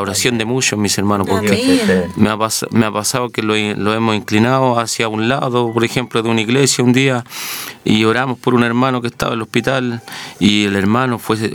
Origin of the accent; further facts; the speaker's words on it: Chile; nosotros como chilenos, como hijos de Dios